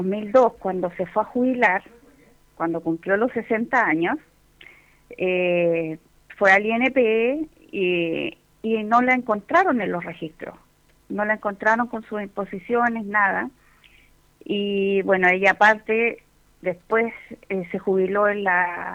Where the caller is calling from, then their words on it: Quilpué, Valparaíso, Chile; y, bueno, voy a de Quilpué.